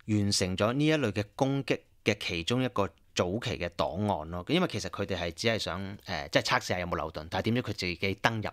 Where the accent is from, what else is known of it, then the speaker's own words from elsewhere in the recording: Australia; 咁大家可能會問啊，咁啊沙特受到攻擊，其實同我哋澳洲人有咩關係咧？